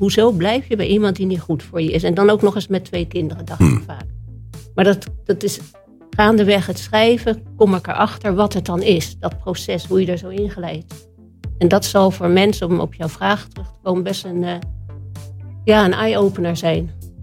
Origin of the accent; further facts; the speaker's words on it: Leiden, South Holland, Netherlands; Ik kom uit Leiden, geboren en getogen.